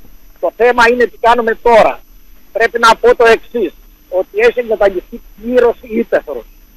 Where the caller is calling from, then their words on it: Avgeniki, Crete, Greece; Είμαι από την Αυγενική … είμαι κατά κύριο επάγγελμα αγρότης.